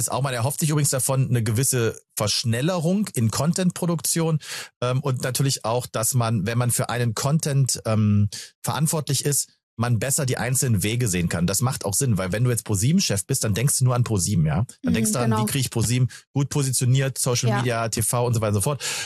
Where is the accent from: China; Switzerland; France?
France; German is a second language; Ich habe eine französische Vorname. Und bei uns in Frankreich sagt man Padel.